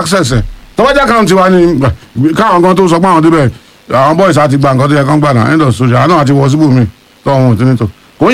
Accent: Ogun, Nigeria; it's a fact 2009 an assistant commissioner of police was killed in my hometown Ijebube area commander

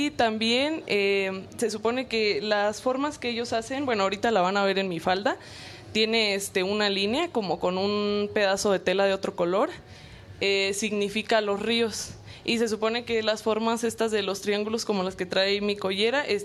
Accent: Guachochi, Chihuahua, Mexico; yo soy orgullosamente de la Sierra Tarahumara, soy de Huachochi

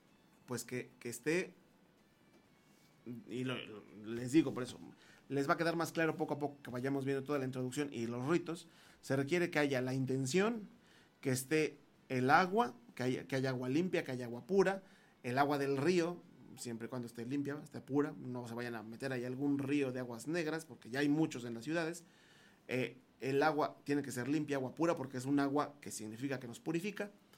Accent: Mexico City, Mexico; yo soy, del centro del país. Yo, en lo personal, soy de la Ciudad de México.

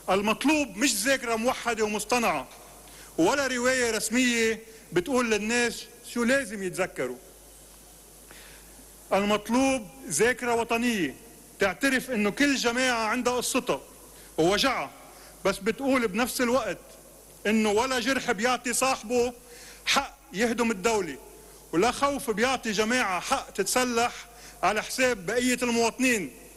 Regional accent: Lebanon; أنا مؤرخ لبناني، بقضي جزء كبير من حياتي عم بدرس تاريخ لبنان الحديث،

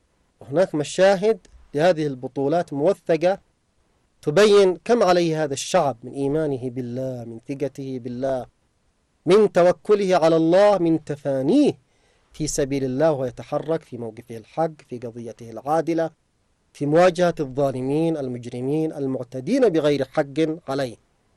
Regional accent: Yemen; ويستهدفون بلدنا اليمن من أجل هذا

